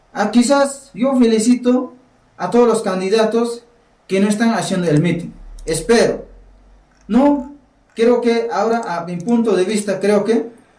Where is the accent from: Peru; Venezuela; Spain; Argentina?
Peru; Challhuahuacho, Apurímac; somos de acá de Chalhuacho, de acá a nivel distrito de la provincia de Cotabambas.